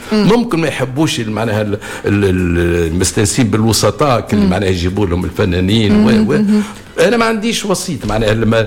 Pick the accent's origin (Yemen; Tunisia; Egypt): Tunisia; وأنا كفنان تونسي